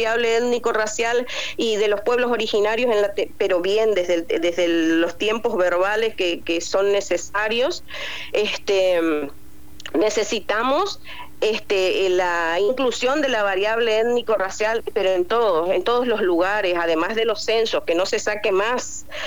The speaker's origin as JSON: {"language": "Spanish", "country": "Argentina", "said": "todos y todas como pueblo argentino"}